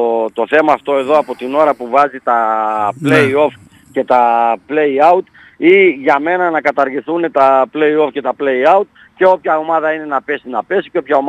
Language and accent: Greek; Sochos, Central Macedonia, Greece; και στεναχωρέθηκα πολύ για το χωριό μου το Σοχό που έπεσε στην κατηγορία